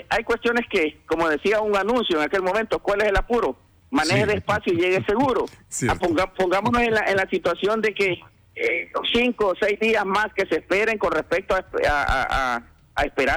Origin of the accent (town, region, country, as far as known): Honduras